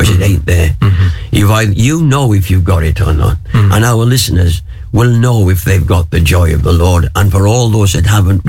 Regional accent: Wales, United Kingdom; When I was growing up in Wales, we'd go up into the mountain.

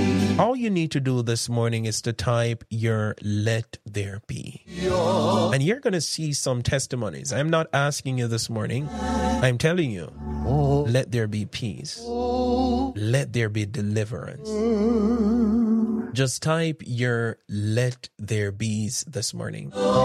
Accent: Spanish Town, Saint Catherine, Jamaica; I like how Spanish Town is being transformed. That's my home town, right?

